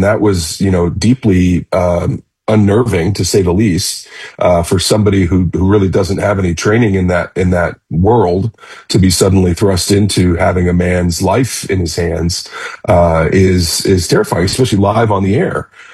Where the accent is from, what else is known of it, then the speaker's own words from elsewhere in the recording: St. Louis, Missouri, United States; Again, like I said, I grew up in St. Louis in the 70s. We had KMOX radio for the news.